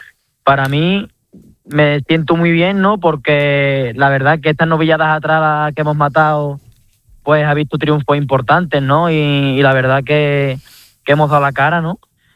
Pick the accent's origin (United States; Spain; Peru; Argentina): Spain; Seville, Andalusia; also born or lived in Mairena; Sevilla es mi tierra